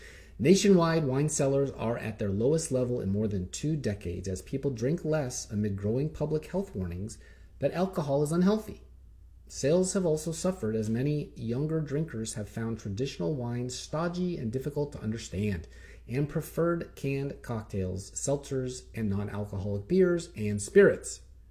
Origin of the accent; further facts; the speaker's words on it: Napa Valley, California, United States; I'm from Napa Valley, the wine country. Yes, born and raised with … in the 70s and 80s